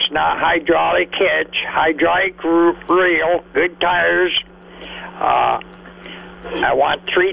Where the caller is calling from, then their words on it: Meriden, Iowa, United States; Meriden, Iowa.